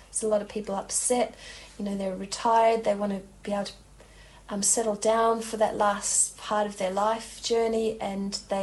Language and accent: English; Cabramurra, New South Wales, Australia; moved away; my hometown being the Snow Mountains, where my dad was an engineer. He lived in an old township called Cabramurra, moved across to the new township when I was a newborn baby